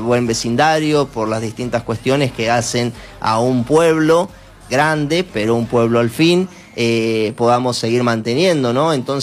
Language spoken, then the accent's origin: Spanish; Toay, La Pampa, Argentina; born there; yo nací en Tuay